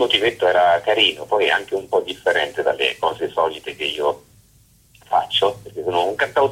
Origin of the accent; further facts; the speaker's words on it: Lazio, Italy; now in Milan, Italy; io sono originario del Lazio, vivo a Milano in Lombardia